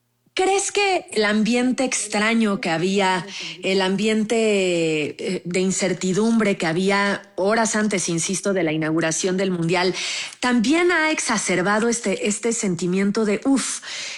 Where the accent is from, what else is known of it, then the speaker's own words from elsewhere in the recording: Mexico; Hace rato que no me sentía, pues, hasta un poco orgullosa de ser mexicano, mexicana.